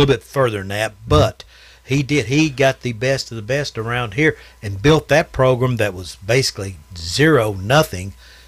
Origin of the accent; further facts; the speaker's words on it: Kentucky, United States; I was from Muhlenberg Central